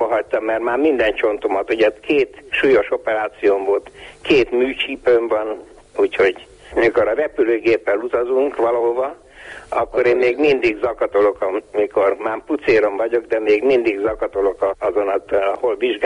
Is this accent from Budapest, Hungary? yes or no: no; Szeged, Csongrád-Csanád, Hungary; accent: Szeged dialect; a kiejtésemen bizony érzik a Velejcsúi falu társzólás, vagy a szegrédi.